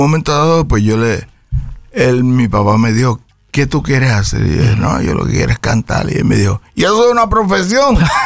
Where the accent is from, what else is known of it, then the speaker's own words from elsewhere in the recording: Vega Baja, Puerto Rico; now in Bayamón, Puerto Rico; yo soy de Vega Baja.